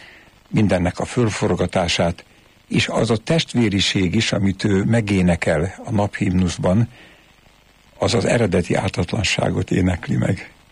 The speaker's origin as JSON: {"language": "Hungarian", "area": "Tápiószele", "region": "Pest", "country": "Hungary", "tie": "born there", "said": "én Tápióshűben születtem"}